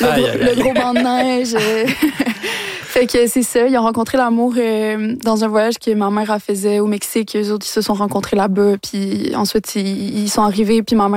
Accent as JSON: {"language": "French", "region": "Quebec", "country": "Canada", "said": "en tant que Québécois, Québécoise"}